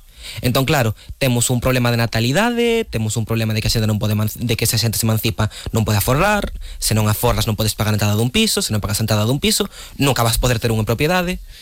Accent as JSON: {"language": "Galician", "town": "A Coruña", "region": "Galicia", "country": "Spain", "said": "Sí, a ver, eu son coruñés, e, por exemplo, meus pais, a primeira vez que se mudaron foi a un piso de protección oficial"}